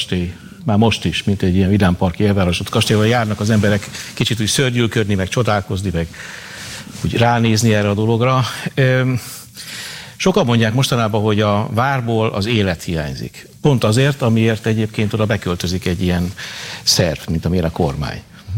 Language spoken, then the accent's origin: Hungarian; Debrecen, Hajdú-Bihar, Hungary; Én debreceni vagyok